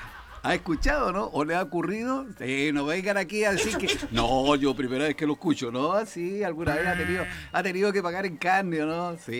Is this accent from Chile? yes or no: yes; Chile; En el doble sentido coloquial y pícaro que nos caracteriza como chilenos...